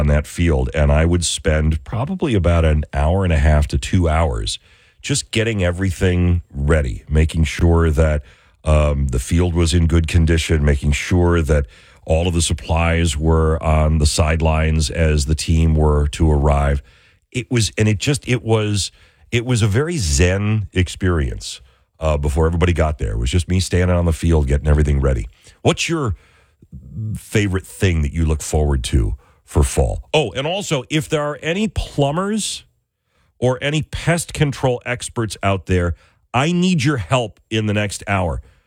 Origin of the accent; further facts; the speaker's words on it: New York, United States; moved away; I grew up outside of Buffalo in a small farm town.